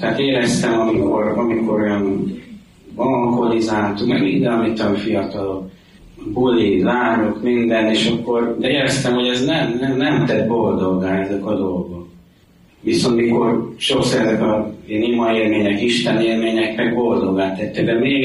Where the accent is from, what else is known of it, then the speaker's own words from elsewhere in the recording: Györköny, Tolna, Hungary; also born or lived in Baks; Egy kis faluban nőttem fel, Bakson születtem, de Baks mellett Györkönyben nőttem fel.